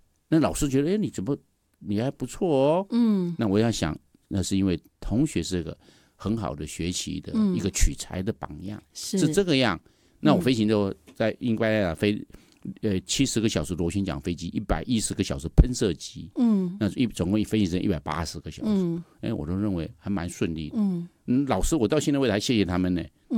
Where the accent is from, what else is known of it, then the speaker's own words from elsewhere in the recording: Tainan, Taiwan; 我第一志愿填台南机场，因为我台南人啊。我当然填台南，离家近